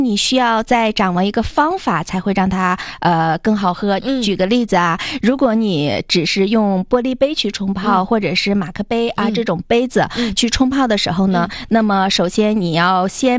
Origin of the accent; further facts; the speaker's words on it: Northeast China, China; 对对对，尤其我们东北人就喜欢干杯